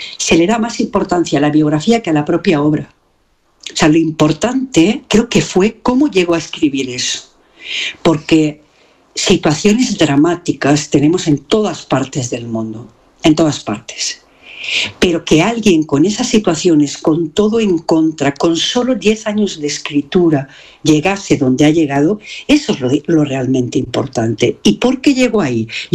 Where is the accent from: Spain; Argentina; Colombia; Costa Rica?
Spain; Pego, Valencian Community; moved away; la casa de mi pueblo, que es Pego